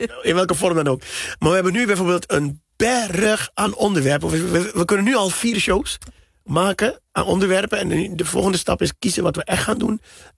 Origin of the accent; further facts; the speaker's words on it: Suriname; now in Netherlands; Ik ben opgegroeid in Suriname in de jaren 80